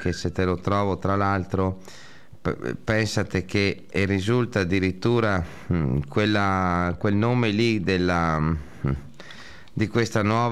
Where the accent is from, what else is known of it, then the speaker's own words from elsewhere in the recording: Padua, Veneto, Italy; born there; di origine abruzzese ovviamente, che mi sono nato a Padova, però ci portiamo dietro la nostra origine, la nostra tradizione, la nostra anche così discendenza proprio